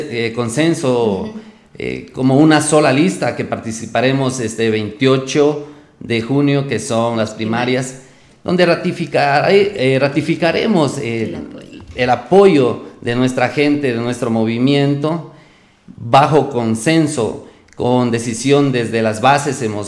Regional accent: Huambi, Morona Santiago, Ecuador; Huambi, mi tierra

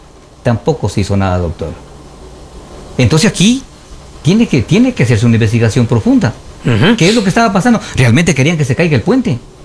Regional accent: Zumba, Zamora-Chinchipe, Ecuador; born there; moved away; Zumba, Chinchipe es mi tierra, ahí nací hace algunas décadas. Y yo amo a mi tierra, ahí está mi madre, está mi padre, está mi familia.

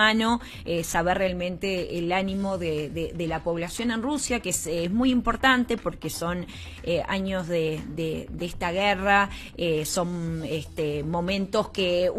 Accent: Venezuela; Pero uno como habitante, en este caso como venezolano, como venezolana, es primordial

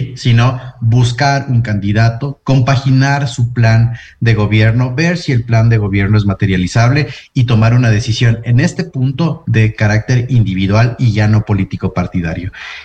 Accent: Ecuador

